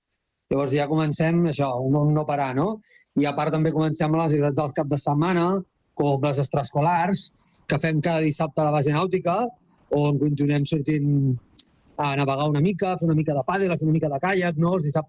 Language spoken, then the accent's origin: Catalan; Arenys, Catalonia, Spain; vindrà amb nosaltres que som d'Arenys